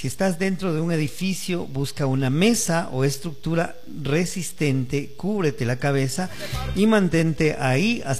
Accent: Ecuador; Así somos los ecuatorianos.

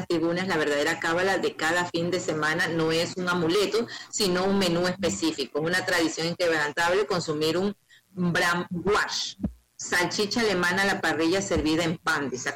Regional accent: Ecuador; nosotros somos ecuatorianos

